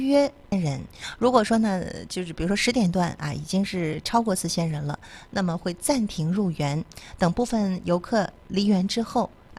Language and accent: Chinese; Jinzhou, Liaoning, China; 作为土生土长的锦州人呢，可能还是习惯管这个地方呢叫观音洞啊。